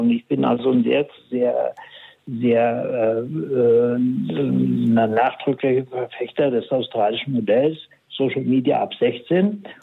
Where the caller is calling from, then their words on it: Tönning, Schleswig-Holstein, Germany; aus Tönning in Schleswig-Holstein.